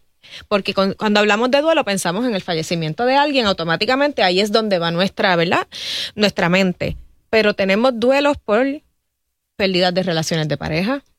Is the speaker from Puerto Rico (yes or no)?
yes; Puerto Rico; Y podemos echarnos así la pata como puertorriqueños.